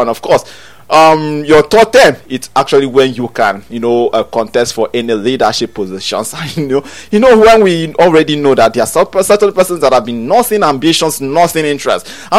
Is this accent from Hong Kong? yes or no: no; Nigeria; As a Nigerian